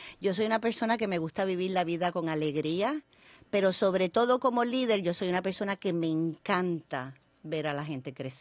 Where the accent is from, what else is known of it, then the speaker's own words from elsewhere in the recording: Yabucoa, Puerto Rico; moved away as an adult; yo soy puertorriqueña, soy del barrio Calabazas Arriba de Yabucoa, Puerto Rico. Me encanta decirlo porque yo sé que es simpático el nombre de mi barrio. Me crié en el campo, de una familia humilde, pero trabajadora